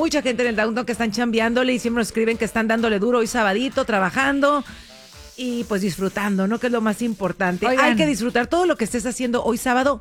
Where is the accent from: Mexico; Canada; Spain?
Mexico; moved away; yo no crecí aquí, pero yo crecí en México